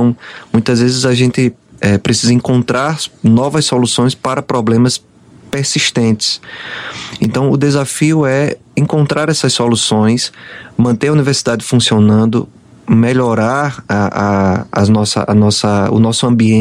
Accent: Alagoas, Brazil; moved away as an adult; now in Maceió, Brazil; Tenho orgulho também das minhas origens. Eu sou do interior mesmo, de Alagoas. Eu sou de um povoado, né, chamado Peleve, que muita gente conhece.

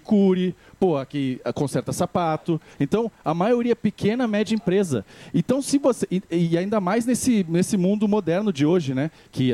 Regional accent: Itaquera, São Paulo, Brazil; born there; eu nasci em Itaquera e, pô, quem mora em Itaquera, às vezes, na maioria das vezes, não queria morar num lugar ruim.

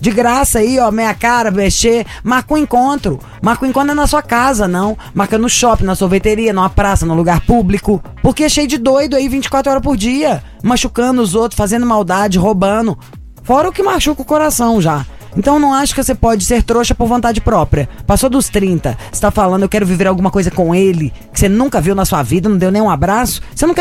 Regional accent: Brazil; nós somos brasileiros, gente.

